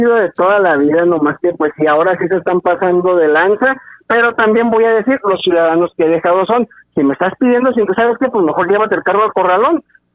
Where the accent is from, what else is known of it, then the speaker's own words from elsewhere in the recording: Mexico; Aquí ambas partes, ahora sí, como se dice vulgarmente y como buen mexicano que somos